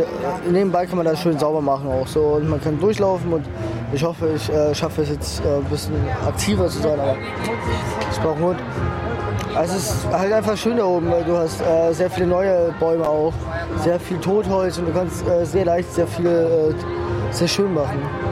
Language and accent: German; Nuremberg, Bavaria, Germany; Ich bin nicht Freiburger, ich bin Nürnberger.